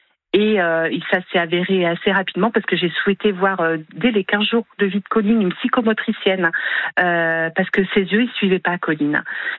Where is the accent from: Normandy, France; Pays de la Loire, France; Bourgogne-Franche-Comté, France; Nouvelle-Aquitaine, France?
Pays de la Loire, France; Saumur; Moi, je suis de Saumur